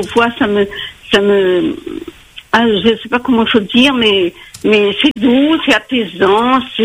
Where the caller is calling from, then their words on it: Saint-Paul, Réunion; moi j'habite à Saint-Paul-Ville, dans la rue de la Farlaise, au numéro 7